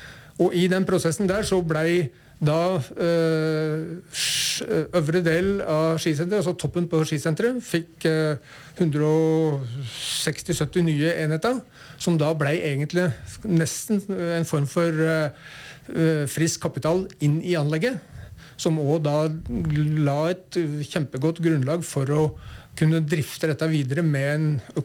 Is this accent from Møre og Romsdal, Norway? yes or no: no; Uvdal, Buskerud, Norway; Utover det så er jeg hjemme i Uvdal.